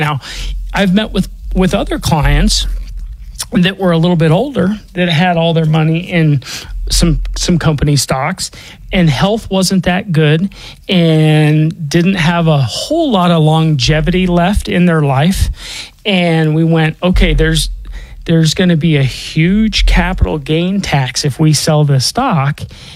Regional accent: Denver, Colorado, United States; I was born and raised here in Denver.

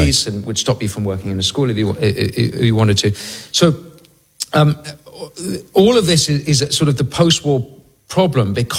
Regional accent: England, United Kingdom; this is an embarrassment about being English, that will be overcome, because actually that's a relatively new concept, and actually we're a proud ancient people.

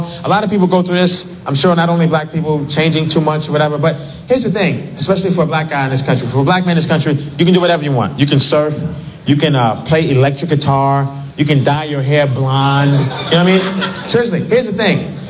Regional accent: Brooklyn, New York, United States; now in Los Angeles, United States; But I'm from Brooklyn, New York, you know, and now I live in L.A. It's not exactly the same where I live. I live in the Valley, San Fernando Valley, you know what I mean?

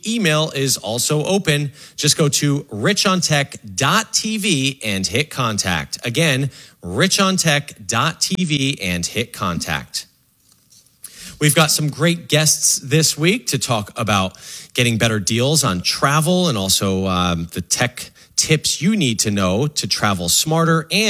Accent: New Jersey, United States; I am from New Jersey, and I figured it would be a good idea to make the ultimate pilgrimage as a former New Jersey resident

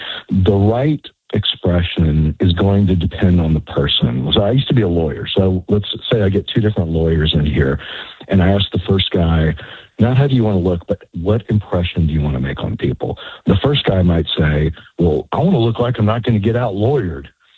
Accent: Texas, United States; I'm from Texas. I feel like our people are kind of similar, pretty friendly.

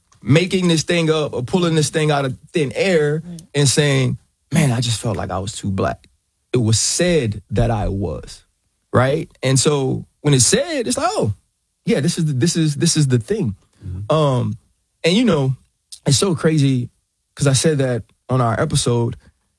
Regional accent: Louisiana, United States; I grew up on the West Bank

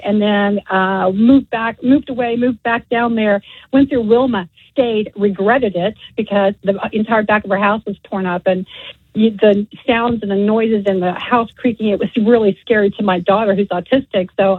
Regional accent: Miami, Florida, United States; now in Milton, United States; I grew up in Miami.

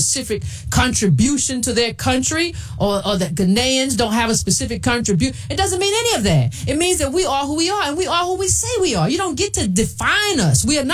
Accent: United States; We can say that we are American descendants of chattel slavery.

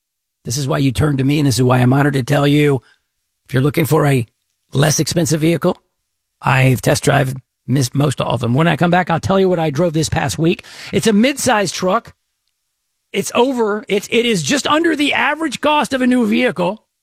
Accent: Texas, United States; This is Texas. State of Texas. I love Texas. I'm a Texan through and through.

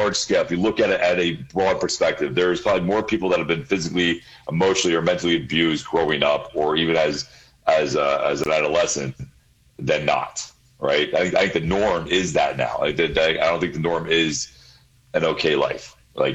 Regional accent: Pennsylvania, United States; Yeah, Pennsylvania. You can say Pennsylvania. I grew up in Pennsylvania, yes.

